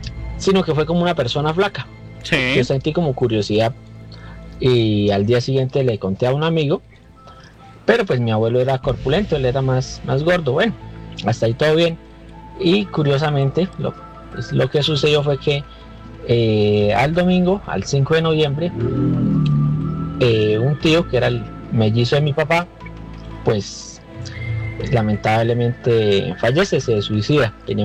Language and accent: Spanish; Santander, Colombia; Nosotros somos de Santander. Y pues crecimos en el campo, tenemos una finca y todos los domingos se madruga a la plaza a vender.